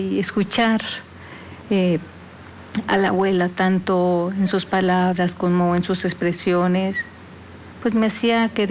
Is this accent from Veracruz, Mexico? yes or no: yes; Veracruz, Mexico; Crecí en el rancho, allá en Veracruz, entre árboles frutales, mariposas.